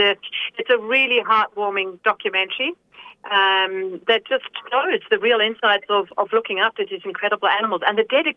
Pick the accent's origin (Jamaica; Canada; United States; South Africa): South Africa; Cape Town, Western Cape; Cape Town, my hometown